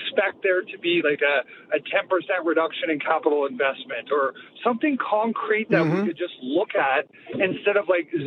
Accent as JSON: {"language": "English", "region": "Quebec", "country": "Canada", "tie": "born there", "said": "I was born in Quebec. I lived through the 95 referendum."}